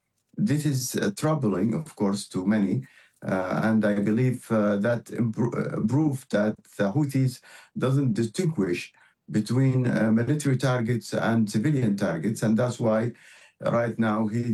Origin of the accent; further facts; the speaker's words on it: Jeddah, Makkah Province, Saudi Arabia; I'm from Jeddah, not from Yemen.